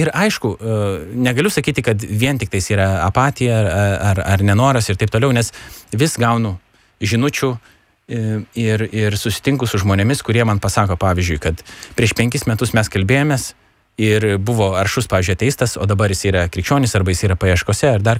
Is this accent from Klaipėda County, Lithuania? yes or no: no; Mažeikiai, Telšiai County, Lithuania; mes mano gimtajame mieste Mažeikiuose organizavom šeštadienio kavinę.